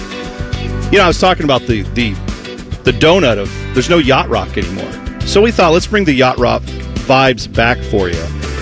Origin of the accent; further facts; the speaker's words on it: New York, United States; accent: New York; Dylan is cringing at my New York accent.